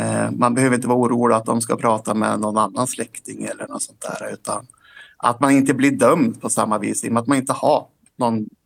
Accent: Bjärme, Jämtland County, Sweden; Jag sitter på skolan i Myrviken för tillfället, men jag är från Bjärme.

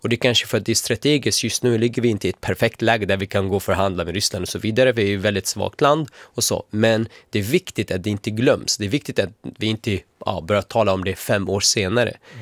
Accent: Syria; och det tillbringar oss någon form av frid som man behöver som syrier som har lidit i 14 år

